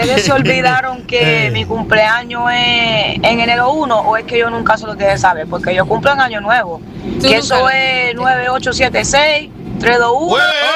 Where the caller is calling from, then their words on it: Puerto Rico; soy boricua